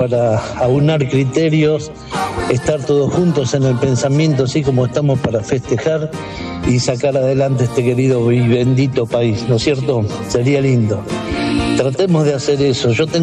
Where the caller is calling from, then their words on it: Puan, Buenos Aires Province, Argentina; de Puan, los escucho todas las mañanas.